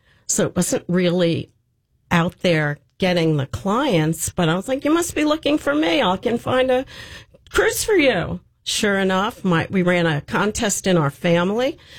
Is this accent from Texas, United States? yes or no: no; New York City, New York, United States; moved away as an adult; now in Florida, United States; I was from New York City